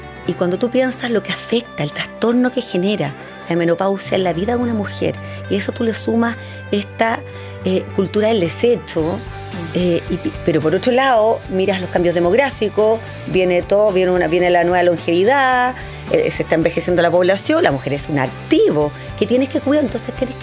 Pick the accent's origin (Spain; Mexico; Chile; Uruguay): Chile; Yo soy súper fan de mi país.